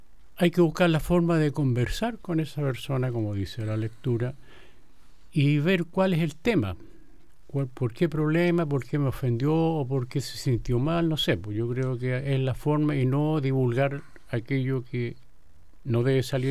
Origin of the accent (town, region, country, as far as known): Chile